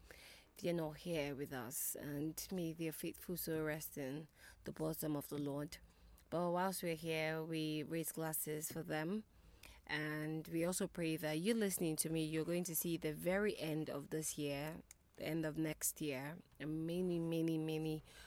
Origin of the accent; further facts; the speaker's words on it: Nigeria; Being Nigerian and also an Igbo woman, I'm so proud of the both.